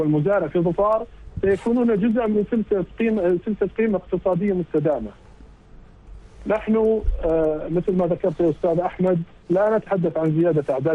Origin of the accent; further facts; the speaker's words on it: Saudi Arabia; أنا كسعودي وخليجي